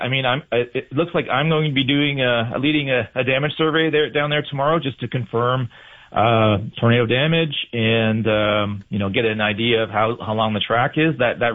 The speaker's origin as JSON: {"language": "English", "town": "Windsor", "region": "Ontario", "country": "Canada", "moved": "yes", "lives_now": "London, Canada", "said": "I'm originally from Windsor, so I know the area fairly well."}